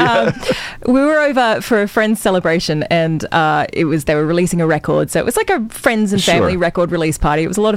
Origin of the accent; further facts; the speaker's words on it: Australia; we're Australian